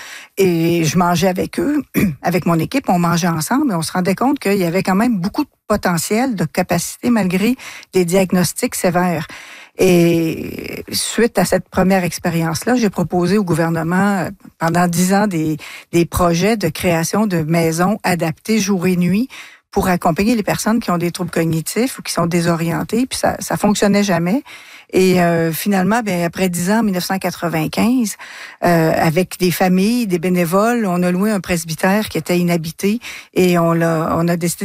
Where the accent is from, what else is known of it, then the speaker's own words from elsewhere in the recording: Trois-Rivières, Quebec, Canada; moi, je suis de Trois-Rivières